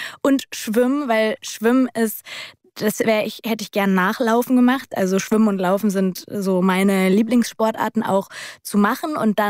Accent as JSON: {"language": "German", "region": "North Rhine-Westphalia", "country": "Germany", "tie": "born there", "said": "Wir sind ja so im Schalker Einzugsgebiet geboren."}